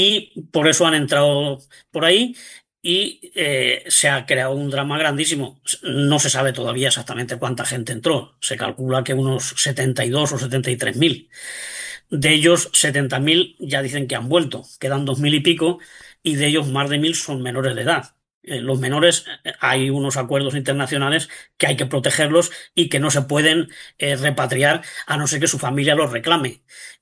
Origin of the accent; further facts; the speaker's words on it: Spain; como los españoles, lo digo por enésima vez, en muchísimas épocas hemos emigrado